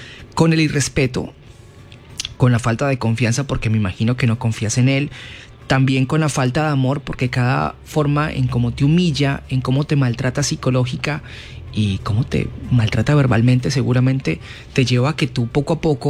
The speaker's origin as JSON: {"language": "Spanish", "town": "Silvia", "region": "Cauca", "country": "Colombia", "tie": "born or raised there", "said": "a raíz de la cuarentena me regresé a mi pueblo natal, Silvia, y aquí comprendí que amo a esa persona"}